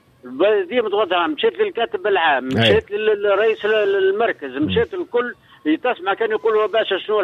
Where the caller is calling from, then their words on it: Beni Hassen, Monastir Governorate, Tunisia; بني حسن، معتمدين بني حسن